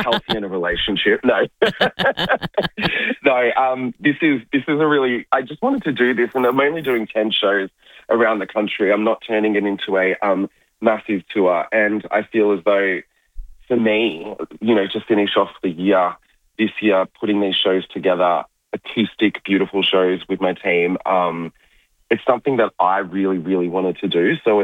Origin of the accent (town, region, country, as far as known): Melbourne, Victoria, Australia